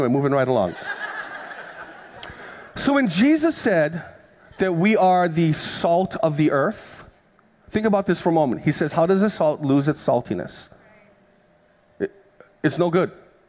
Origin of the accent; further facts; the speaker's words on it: Hawaii, United States; But back when I was growing up on the Big Island, my Filipino grandma would go to the ice box, go get a popsicle